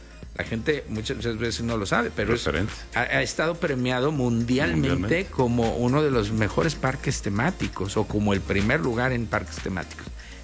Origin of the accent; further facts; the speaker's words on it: Mexico; como mexicano te sientes orgulloso